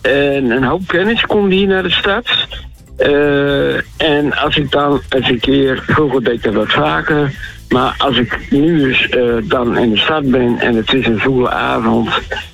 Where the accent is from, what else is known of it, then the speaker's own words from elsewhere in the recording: Groningen, Netherlands; Ik kom in Grun.